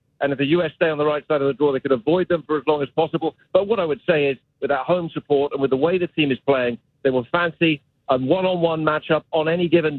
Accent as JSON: {"language": "English", "region": "England", "country": "United Kingdom", "moved": "as an adult", "lives_now": "United States", "said": "And I say that as an Englishman, you know, who now lives and works in America."}